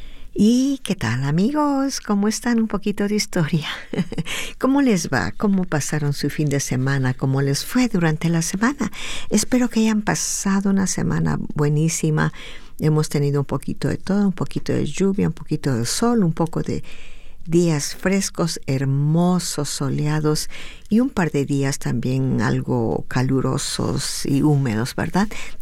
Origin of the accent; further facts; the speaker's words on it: Peru; moved away; música de mi compatriota … de mi hermoso país Perú.